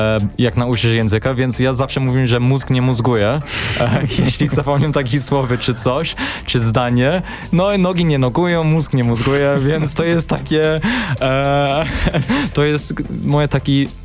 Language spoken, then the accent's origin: Polish; England, United Kingdom; Polish is a second language; moved away as an adult; now in Poland